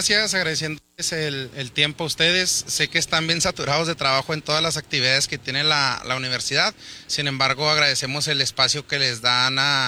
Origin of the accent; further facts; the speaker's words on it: Ciudad Juárez, Chihuahua, Mexico; Soy originario aquí de Ciudad Juárez, Chihuahua. Crecí ahí en la colonia Obrera Monterrey, por acá, por este lado del centro.